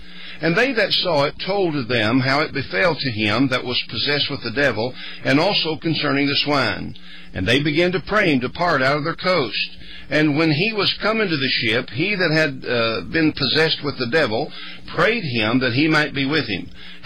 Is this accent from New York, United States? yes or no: no; West Virginia, United States; I was raised down in Logan County, West Virginia